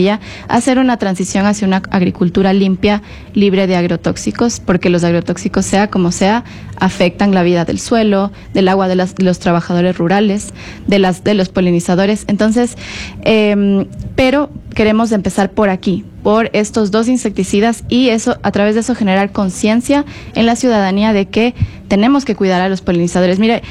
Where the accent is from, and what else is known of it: Ecuador